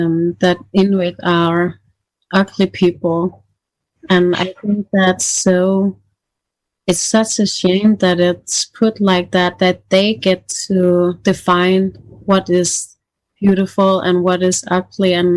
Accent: Greenland; we are from Greenland

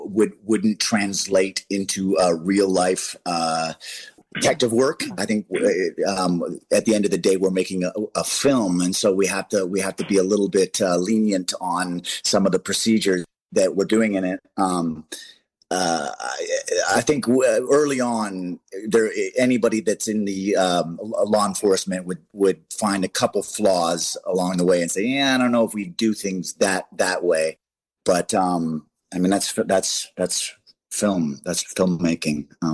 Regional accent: Canada; now in United States; I'm Canadian. I love Canada. Born and raised.

